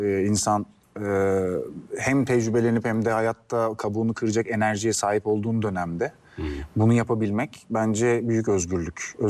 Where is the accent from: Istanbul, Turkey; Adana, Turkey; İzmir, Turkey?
İzmir, Turkey; also born or lived in Karacabey; Tepecik'te. Tepecik. Yani Tepecik kısmında doğdum ama Buca, Şirinyer kısmında devam etti hikaye.